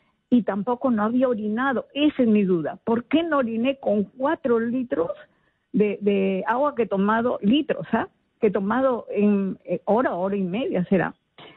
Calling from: Chepén, La Libertad, Peru; yo vivo en Chepén

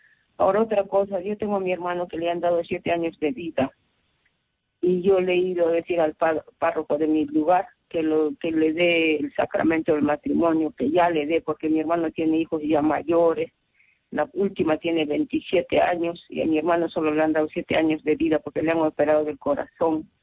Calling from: Arequipa, Peru; de Arequipa.

